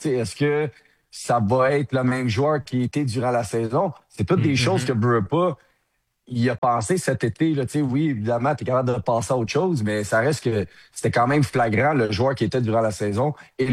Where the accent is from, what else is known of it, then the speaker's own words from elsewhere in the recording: Quebec, Canada; les gens veulent s'accrocher en tant que Québécois parce qu'ils sentent qu'ils font partie de la famille. Tu sais, on n'est pas beaucoup au Québec.